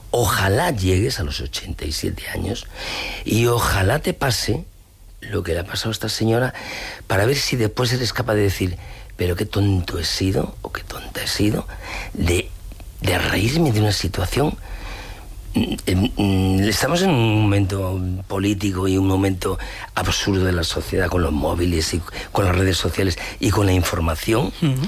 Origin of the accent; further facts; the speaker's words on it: Ourense, Galicia, Spain; Yo soy de Orense, orensano.